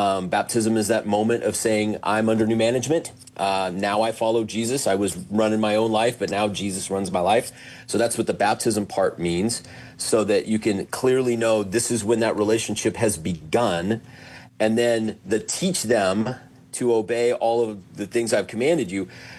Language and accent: English; Oregon, United States; also born or lived in Washington; now in Sioux Falls, United States; I grew up in the Northwest, in Oregon and Washington. I went to school up there.